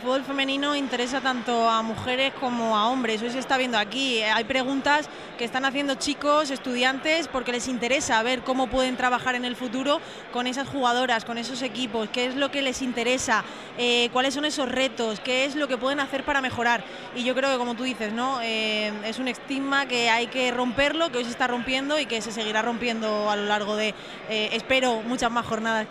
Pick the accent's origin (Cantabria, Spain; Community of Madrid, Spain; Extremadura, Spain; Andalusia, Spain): Extremadura, Spain; Villanueva de la Serena; yo soy de Extremadura, soy de Villanueva de la Serena